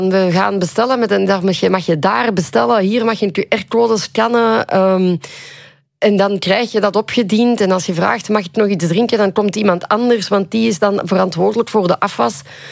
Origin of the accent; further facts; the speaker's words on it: Limburg, Belgium; Ik heb mijn Rome-reis, zoals ze bij ons in Limburg zeiden, opgegeven om fysica en chemie bij te studeren.